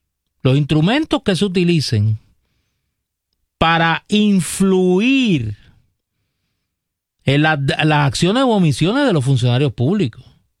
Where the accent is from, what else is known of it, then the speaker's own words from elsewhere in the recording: Caguas, Puerto Rico; Pues como yo soy de Cagua, a lo mejor soy medio lento.